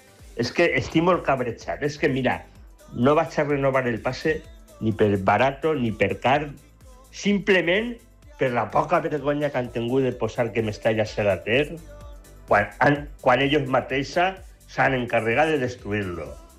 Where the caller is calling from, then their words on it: Valencia, Valencian Community, Spain; de València